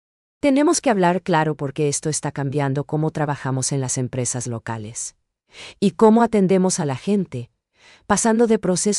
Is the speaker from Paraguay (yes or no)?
yes; Paraguay; ¿Estamos preparados nosotros como paraguayos para aprovechar esta tecnología?